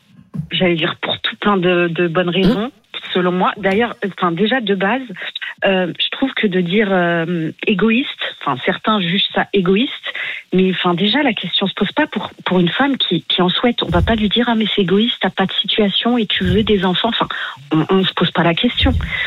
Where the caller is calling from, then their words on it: Algeria; moi, en plus, je suis algérienne